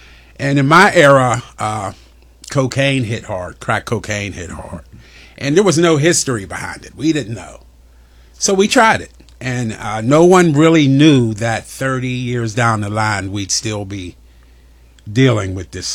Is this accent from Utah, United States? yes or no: no; Pittsburgh, Pennsylvania, United States; also born or lived in Hershey, Pennsylvania; I was born in Pittsburgh, and born and raised in Pittsburgh.